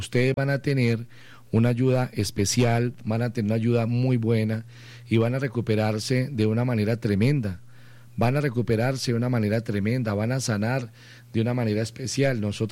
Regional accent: Colombia

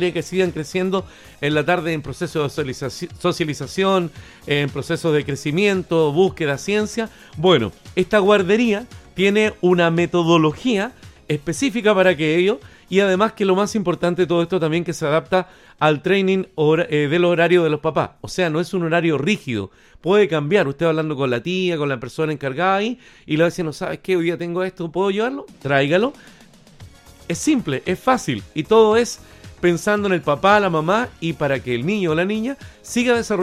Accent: Chile; andamos agrandados los chilenos

